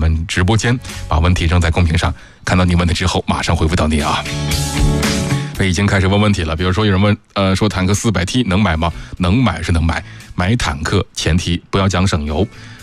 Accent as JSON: {"language": "Chinese", "town": "Hailar", "region": "Inner Mongolia", "country": "China", "said": "其实我也是内蒙古的啊，我是内蒙古的呼伦贝尔海拉尔市的人"}